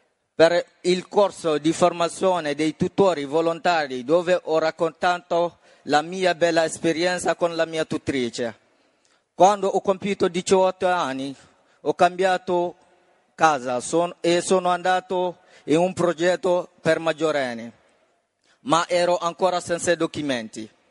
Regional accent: Macenta, Nzérékoré, Guinea; now in Italy; ho 19 anni e sono della Guinea Conakry. Sono nato a Macenta, un piccolo paese dove vivevo con la mia famiglia, miei genitori, mio fratello grande e mia sorella più piccola.

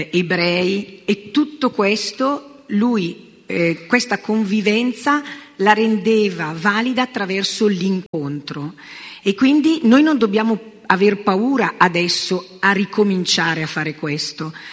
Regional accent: northern Italy, Italy; Sono del Nord, ma ho una casa in Sicilia

